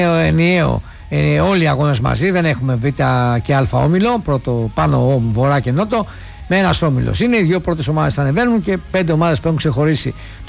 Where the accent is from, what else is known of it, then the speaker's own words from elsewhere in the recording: Volos, Thessaly, Greece; Εγώ υποστηρίζω νίκη Βόλου. Ήμουν γήπεδο σήμερα. Είμαι από το Βόλο.